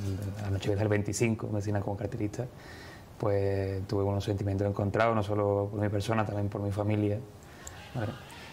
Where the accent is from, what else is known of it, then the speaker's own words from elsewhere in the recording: Lebrija, Andalusia, Spain; desde pequeño, mi hermandad de cuna es el Rocío de Lebrija.